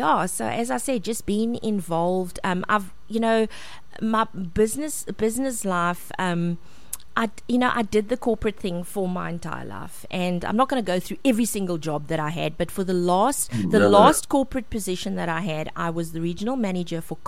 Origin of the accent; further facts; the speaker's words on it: Gqeberha, Eastern Cape, South Africa; born there; now in George, South Africa; I was born in Gqeberha.